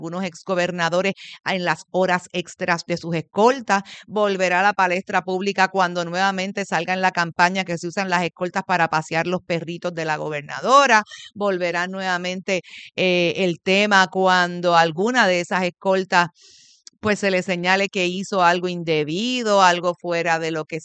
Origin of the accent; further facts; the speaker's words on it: Puerto Rico; así somos los puertorriqueños solidarios